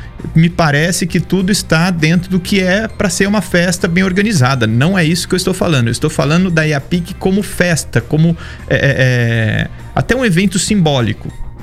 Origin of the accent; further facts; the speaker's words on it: São João da Boa Vista, São Paulo, Brazil; eu falo como cidadão sanjoanense.